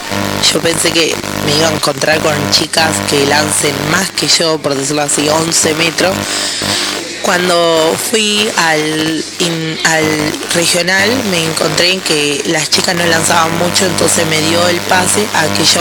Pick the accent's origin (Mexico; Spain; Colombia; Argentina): Argentina; Exaltación de la Cruz, Buenos Aires Province; Cuando empecé a lanzar, bueno, espera, yo igual soy de Exaltación de la Cruz de los Cardales.